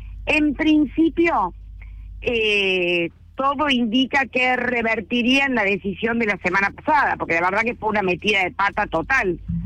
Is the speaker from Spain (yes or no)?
no; Dolores, Buenos Aires Province, Argentina; si sale la corte igual que la semana pasada, por ejemplo, en mi pueblo Dolores, entonces se podría vender todo el pueblo a los extranjeros